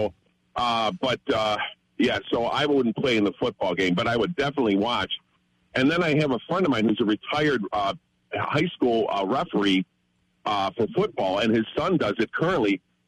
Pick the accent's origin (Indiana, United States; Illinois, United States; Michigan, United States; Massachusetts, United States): Illinois, United States; Chicago; These are all people I grew up in the Chicago area.